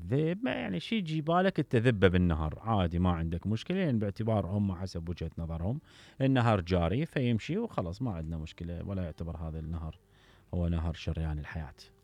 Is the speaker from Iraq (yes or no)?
yes; Iraq; إحنا كمواطنين عراقيين